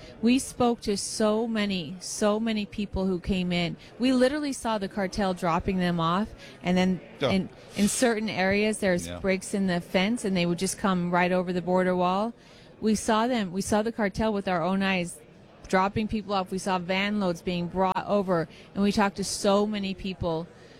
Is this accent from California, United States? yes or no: yes; San Diego, California, United States; And I grew up in San Diego, California. I knew what an open border was.